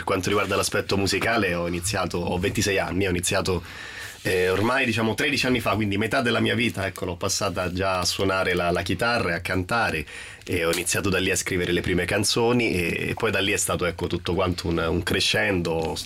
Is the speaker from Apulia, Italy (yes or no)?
no; Rome, Lazio, Italy; sono di Ostia